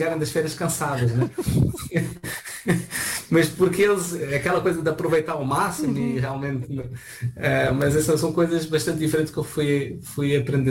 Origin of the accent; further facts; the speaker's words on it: Portugal; Eu vinha de Portugal, que é aquele workaholic, aquele trabalho muito intenso